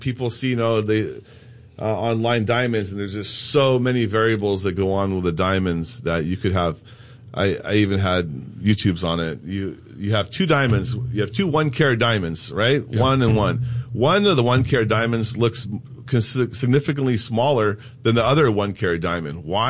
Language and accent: English; San Diego, California, United States; I wanted to come back to where I'm from. I'm born and raised in San Diego.